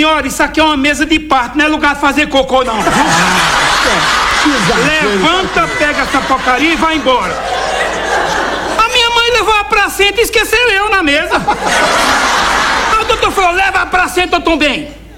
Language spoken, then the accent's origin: Portuguese; Serra Talhada, Pernambuco, Brazil; born there; Eu nasci em Serra Talhada, Casa Beto. O sertão pernambucano, um lugar muito seco.